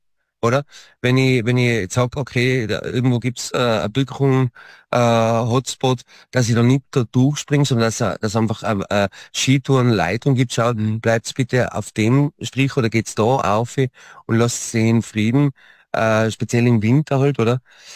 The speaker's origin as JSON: {"language": "German", "town": "Innsbruck", "region": "Tyrol", "country": "Austria", "said": "ich komme aus Innsbruck, oder?"}